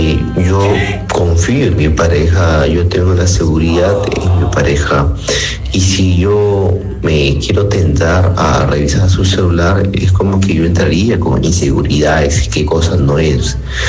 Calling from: Lima, Peru; de Lince.

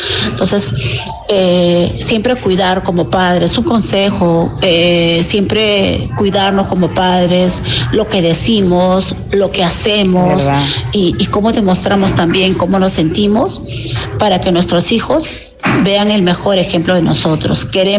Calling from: Lima, Peru; de San Juan de Lurigancho.

